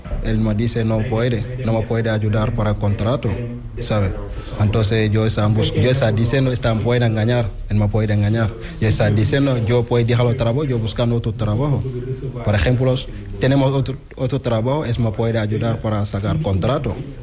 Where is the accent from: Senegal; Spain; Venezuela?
Senegal; Spanish is a second language; Yo soy de Senegal, sí.